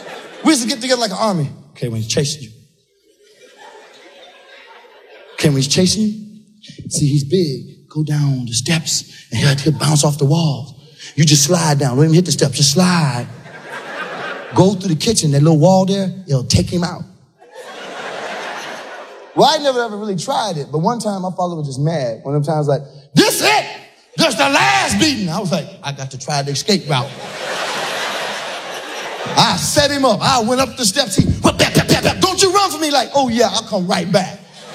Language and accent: English; San Diego, California, United States; So I'm from San Diego, California, and I hate going down there because I hate hanging out with my loser friends.